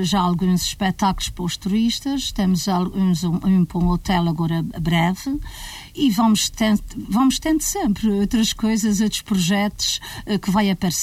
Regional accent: Nordeste, Azores, Portugal; eu sou natural do Nordeste.

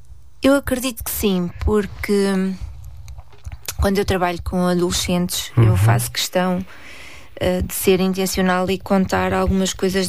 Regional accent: Portugal; sou portuguesa.

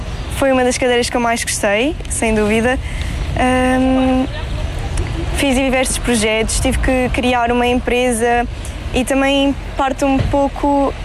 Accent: Albufeira, Algarve, Portugal; tenho 21 anos e sou da Albufeira.

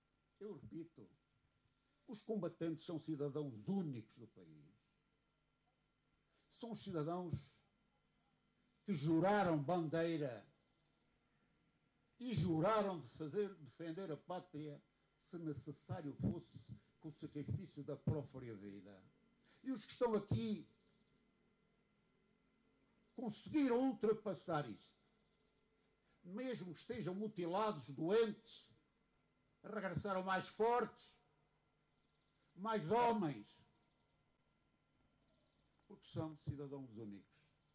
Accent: Castelo Branco, Centro, Portugal; Termino com a satisfação de estar muito perto da minha terra. Eu sou um albicastrense convicto e, portanto, estou na Covilhã

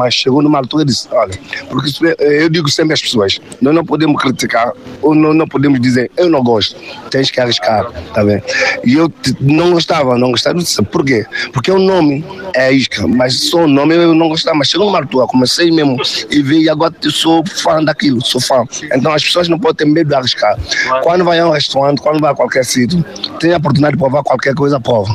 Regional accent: São Tomé & Príncipe; now in Crato, Portugal; Lá em Santo Tomé usamos um português que é leve.

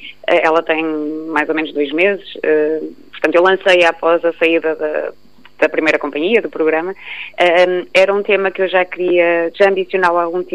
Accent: Minho, Portugal; Eu sou minhota

